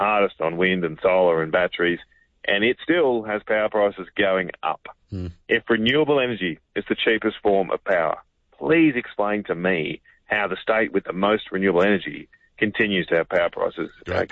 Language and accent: English; Queensland, Australia; But being a Queenslander, I don't panic